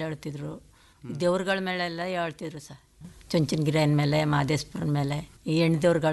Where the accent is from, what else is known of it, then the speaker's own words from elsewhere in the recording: Karnataka, India; moved away as an adult; now in Yachenahalli, India; ನಮ್ಮೂರದು ತಳಿ ಬೆಟ್ಟಳ್ಳಿ ಅಂತಾವೆ, ಬನ್ನೂರು ತಳಿ ಬೆಟ್ಟಳ್ಳಿ.